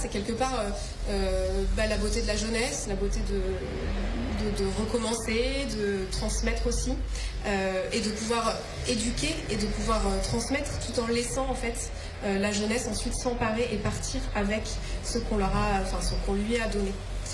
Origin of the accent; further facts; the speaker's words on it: Chevreuse Valley, Île-de-France, France; moved away as an adult; also born or lived in Paris; now in Creuse, France; moi je suis née à Paris, mais j'ai vécu toute mon enfance en Essonne, dans la vallée de Chevreuse, qui est un endroit qui est très herbé, très naturel, et il y a beaucoup de forêts